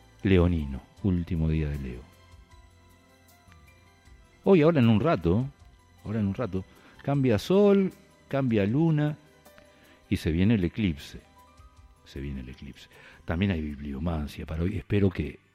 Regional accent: Argentina; no me hace quedar bien como argentino

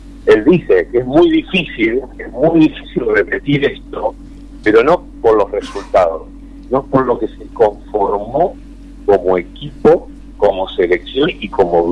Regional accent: Argentina; Somos argentinos, por lo bueno y por lo malo, pero somos argentinos.

